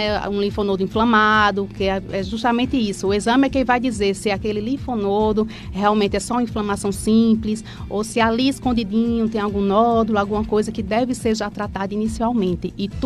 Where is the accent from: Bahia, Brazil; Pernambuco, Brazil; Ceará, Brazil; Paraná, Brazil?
Pernambuco, Brazil; Agrestina; fui nascida e criada lá.